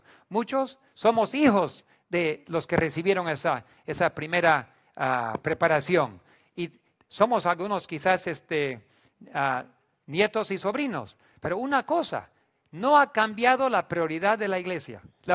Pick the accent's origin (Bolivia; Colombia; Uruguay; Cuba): Bolivia; Me hace casi llorar de alegría que mis padres me criaron aquí en Bolivia para poder aprender el español. Siendo boliviano, yo y mi esposa amamos este país